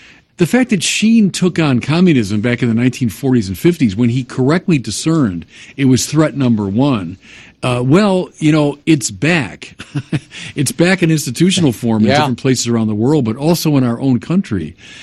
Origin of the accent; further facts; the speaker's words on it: United States; both as an American who reverences the First Amendment and as a Catholic who reverences Dignitatis Humanae